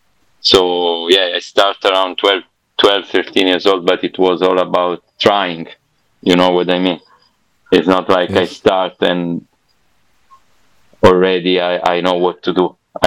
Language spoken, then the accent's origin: English; Southern Italy, Italy; I was also very far, I mean, the Deep South, like Ahmed, who is, we are both from the Deep South. And it's not like being in Milan, you know.